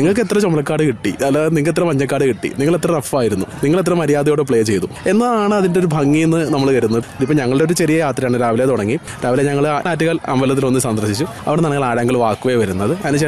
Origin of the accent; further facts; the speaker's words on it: Alappuzha, Kerala, India; ആലപ്പുഴക്കാരനാണ്.